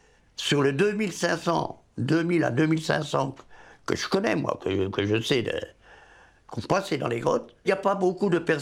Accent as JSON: {"language": "French", "town": "Belfort", "region": "Bourgogne-Franche-Comté", "country": "France", "tie": "born there", "said": "Je suis né à Belfort. Je suis issu d'une famille de militaires."}